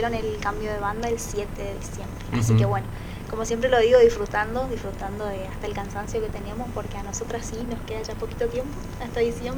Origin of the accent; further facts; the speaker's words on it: General Alvear, Misiones, Argentina; yo soy del Alvear.